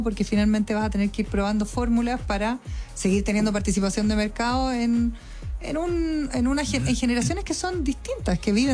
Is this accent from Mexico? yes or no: no; Chile; ¿Cómo somos los chilenos para tomar cerveza ahora que han pasado estos 20 años de evangelización?